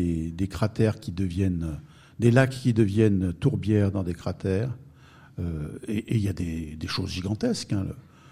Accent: Auvergne-Rhône-Alpes, France; chez nous, dans la Loire

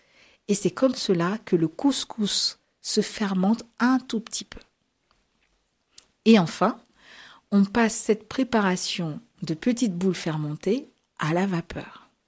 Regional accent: Senegal; Moi aussi, je suis sénégalaise.

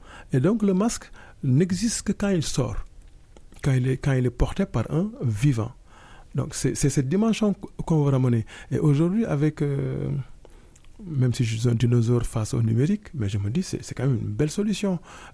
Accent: Senegal; Et puis, moi, en tant que Sénégalais, j'ai eu la chance de voir quelques masques.

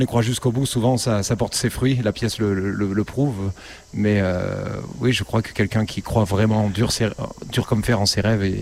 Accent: Southern France, France; Et moi, j'ai ajouté aussi beaucoup de mon univers personnel parce que je viens du Sud.

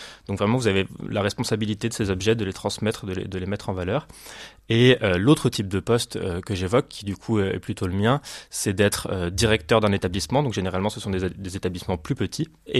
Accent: Paris, Île-de-France, France; moved away as an adult; now in Châteauroux, France; J'ai grandi à Paris

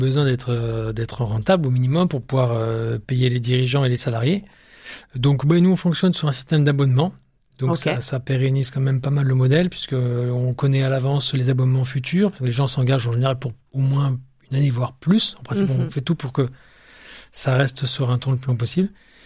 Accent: France; accent: French; Tout mon French accent qui déforme tout.

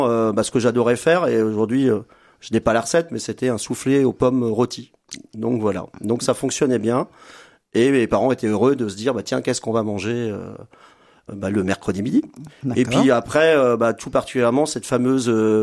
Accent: Mer, Centre-Val de Loire, France; je suis donc originaire de Mer

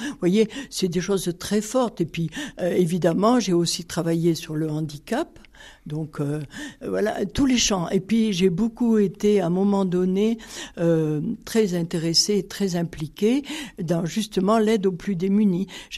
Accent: Marvejols, Occitanie, France; moved away as an adult; also born or lived in Metz / Nancy / Strasbourg / Paris; je suis lozérienne. Je suis née au Salel, enfin à Marvejols, mais j'habite au Salel dans ma maison de naissance. Je suis issue d'une famille modeste mais unie

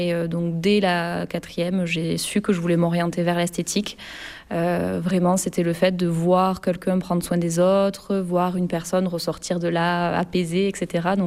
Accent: Montpellier, Occitanie, France; donc je suis née à Montpellier, j'ai toujours grandi dans le coin, on va dire.

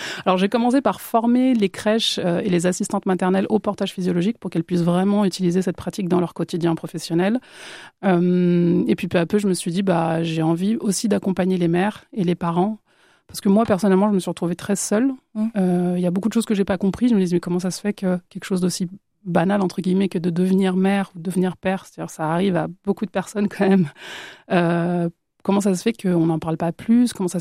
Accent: Barcelona, Catalonia, Spain; also born or lived in Orléans; alors il faut savoir que moi j'ai grandi à Barcelone, donc le décalage Barcelone-Orléans, il a été un petit peu dur pour moi.

